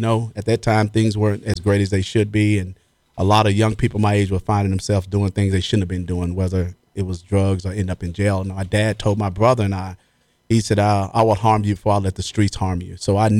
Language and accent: English; Kentucky, United States; moved away as an adult; And I'm from Kentucky originally. I left home at 19. I'm 55 now.